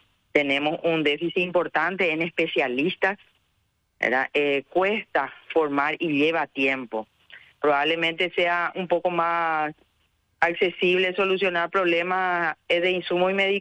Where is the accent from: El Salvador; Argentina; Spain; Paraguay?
Paraguay; Asunción; also born or lived in Encarnación, Itapúa; después volví a Asunción. En realidad soy asuncena